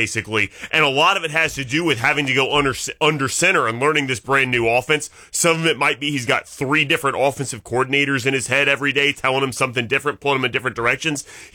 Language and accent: English; Tennessee, United States; born there; from my home state, Tennessee